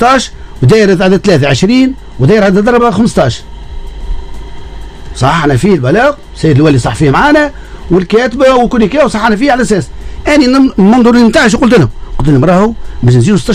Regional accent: Tunisia; عندنا في تونس

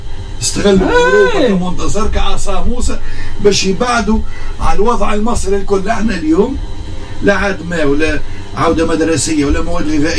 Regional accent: Tunisia; عندنا في تونس التوانسه

